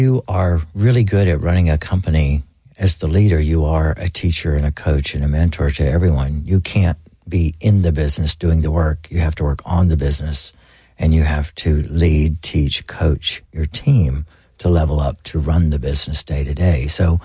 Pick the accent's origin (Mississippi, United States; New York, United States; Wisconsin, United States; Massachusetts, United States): Mississippi, United States; Booneville; Oh, I grew up in Boonville, Mississippi. Everybody knows everything about everybody. There's only like 8,000 people there in the whole county.